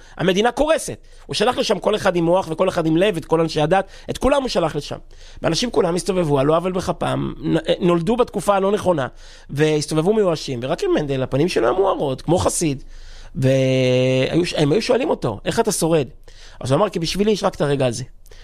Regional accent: Kfar Chabad, Central District, Israel; גדלנו שנינו בכפר חב"ד

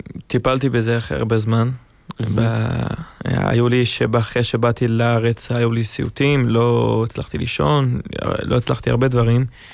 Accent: Gaza Strip, Palestine; moved away; also born or lived in Israel / Egypt; אני יליד לאבא פלסטיני, עזתי, ולאמא יהודיה, אשדודית, ונולדתי בארץ, בצפון, וגיל 3 עברנו למצרים, גיל 5 העבירו אותנו

